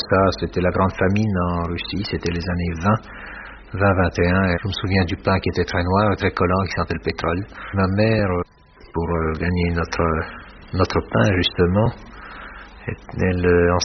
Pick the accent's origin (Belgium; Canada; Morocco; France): Belgium; à Paris, puis à Bruxelles, où ma mère avait fait ses études avant la guerre. Et c'est comme ça que j'ai été élevé en Belgique.